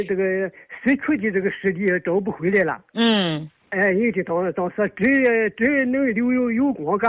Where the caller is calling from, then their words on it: Weifang, Shandong, China; 我是潍坊的听众，我今年80岁了。